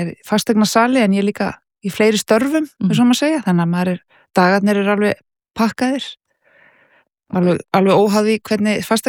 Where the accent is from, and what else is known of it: Reykjavík, Capital Region, Iceland; born or raised there